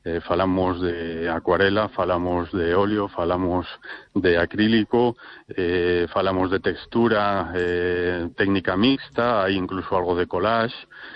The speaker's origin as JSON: {"language": "Galician", "town": "Vigo", "region": "Galicia", "country": "Spain", "said": "Actuamos a nivel galego, pero a maioría somos de Vigo, sí."}